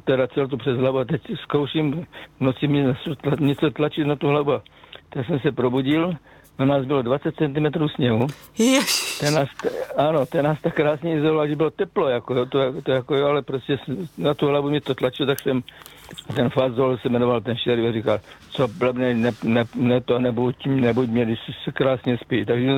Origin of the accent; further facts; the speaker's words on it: South Moravian Region, Czechia; A já jsem tam z Jižní Moravy, takže na víkendy jsme nepravidelně jezdili domů